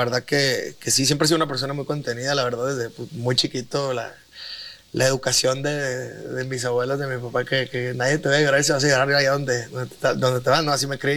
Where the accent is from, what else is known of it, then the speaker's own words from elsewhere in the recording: Mexico; como mexicanos tenemos pocos años que nos volvimos a dar cuenta de lo importante que es el representar nuestra cultura, el representar nuestro país